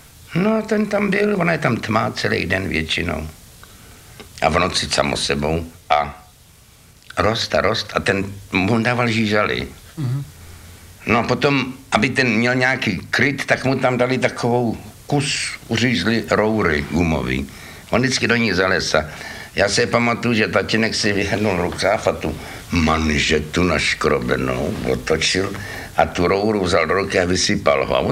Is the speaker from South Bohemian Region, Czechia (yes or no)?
no; Prague, Czechia; born there; jsem se narodil na Smíchově